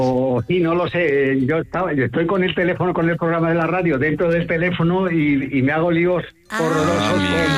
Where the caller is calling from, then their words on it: Madrid, Community of Madrid, Spain; Estoy en Madrid. Estoy en casa de mi madre